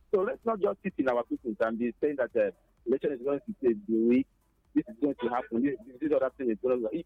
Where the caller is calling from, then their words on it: Nigeria; my fellow Nigerians